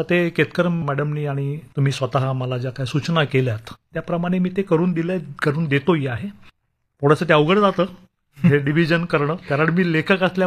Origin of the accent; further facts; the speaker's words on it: Mumbai, Maharashtra, India; मुंबईला मी माझी sir I समजतो, दुसरी आई जन्म देणारी असतेच, हिने मला वाढवलं. पालनपोषण हे शहराने केलंय माझं.